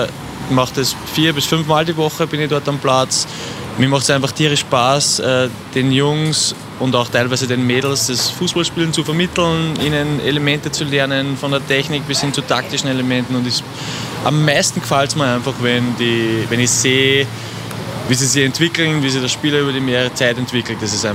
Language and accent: German; Linz, Upper Austria, Austria; moved away as an adult; also born or lived in Innsbruck, Austria; Ich bin in Linz geboren, bin in Urfa aufgewachsen, war dann 10 Jahre in Innsbruck